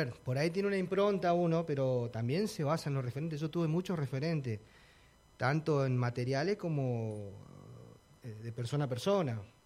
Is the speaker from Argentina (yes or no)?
yes; La Verde, Chaco, Argentina; moved away as an adult; also born or lived in Buenos Aires; now in Cipolletti, Argentina; yo nací en El Chaco, nací en La Verde, un pueblito que está a 50 kilómetros de Capital de Resistencia.